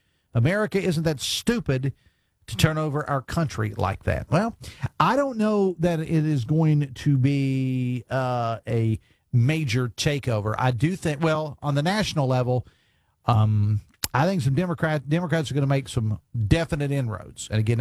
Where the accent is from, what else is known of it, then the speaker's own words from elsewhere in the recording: Logan, West Virginia, United States; their star program in Logan. I would gladly accept that for my hometown